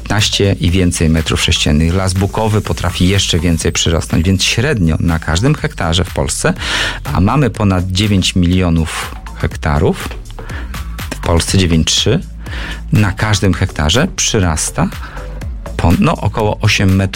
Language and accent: Polish; Warmian-Masurian Voivodeship, Poland; co u nas na Mazurach jest bardzo popularne, na Warmii również. Ja sam mam piec na drewno i palę drewnem, ogrzewam cały dom drewnem.